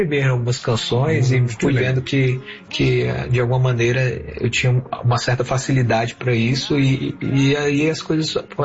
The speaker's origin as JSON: {"language": "Portuguese", "town": "Vitória da Conquista", "region": "Bahia", "country": "Brazil", "tie": "born or raised there", "also_born_or_lived": "Itabuna", "said": "Eu nasci numa cidade da Bahia chamada Itabuna."}